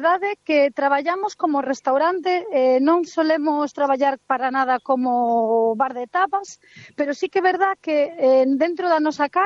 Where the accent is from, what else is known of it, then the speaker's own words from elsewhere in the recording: Galicia, Spain; ao final somos galegos e comemos como galegos.